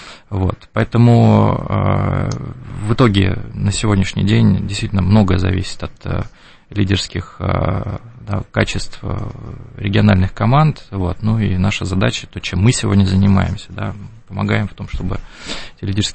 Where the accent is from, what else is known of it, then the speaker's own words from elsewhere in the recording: Kovrov, Vladimir Oblast, Russia; Я родился и вырос в Коврове, мои дети там родились там же.